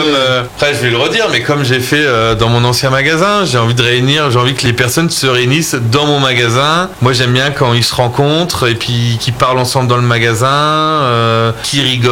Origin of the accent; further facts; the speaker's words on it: Reims, Grand Est, France; moved away; ben moi je viens de Reims